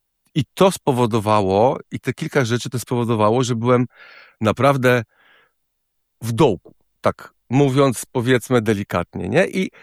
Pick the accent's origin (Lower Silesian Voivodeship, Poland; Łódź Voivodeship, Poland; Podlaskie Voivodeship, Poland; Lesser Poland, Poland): Łódź Voivodeship, Poland; Sieradz; w Sieradzu mieszkam od urodzenia, tak? Także za moment będzie na 49 lat, jak mieszkam w Sieradzu.